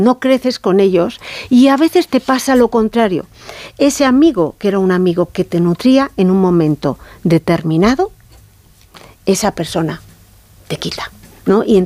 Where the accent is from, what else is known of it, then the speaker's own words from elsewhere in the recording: Madrid, Community of Madrid, Spain; Yo me acuerdo, yo soy madrileña, y me acuerdo cuando me quería ir a Inglaterra a estudiar.